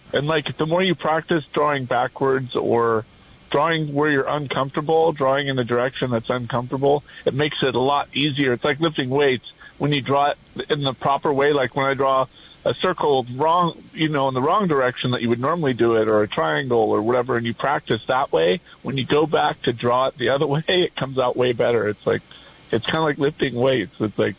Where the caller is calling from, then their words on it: Aptos, California, United States; Oh, Flinks and Aptos.